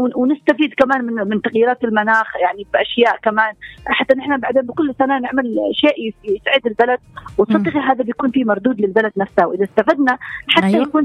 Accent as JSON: {"language": "Arabic", "region": "Aden", "country": "Yemen", "said": "يعني زي ما ذكر الأخ أحمد إنه عندنا في عدن بحر"}